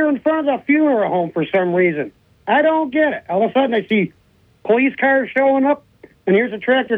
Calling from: Owego, New York, United States; from Owego

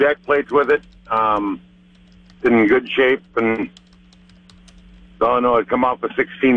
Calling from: Beresford, South Dakota, United States; from Beersburg.

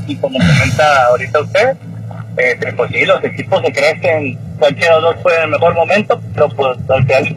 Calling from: Monterrey, Nuevo León, Mexico; Pero nosotros, como regios

